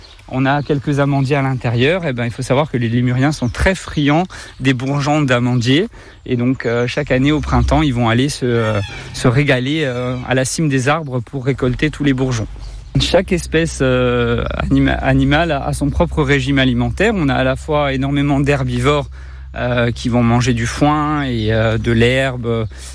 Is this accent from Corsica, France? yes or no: yes; Corsica, France; Alors oui, moi je suis pas né en Corse, mais j'ai grandi en Corse. Je suis en Corse depuis la maternelle, hein, sur le Nebbio.